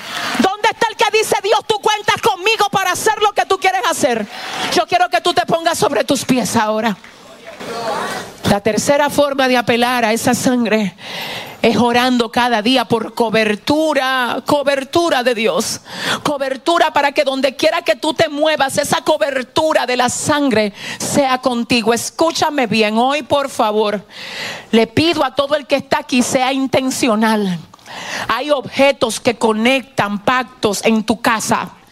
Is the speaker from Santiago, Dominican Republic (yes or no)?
no; San Francisco de Macorís, Duarte, Dominican Republic; gente de San Francisco, de donde yo soy, tiene fama de ser gente violenta, rebusera.